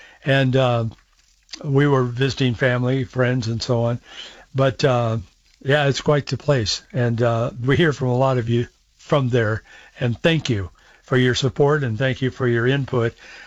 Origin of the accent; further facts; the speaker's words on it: Yakima, Washington, United States; By the way, I was born in Yakima, December of 1951. I'm 74.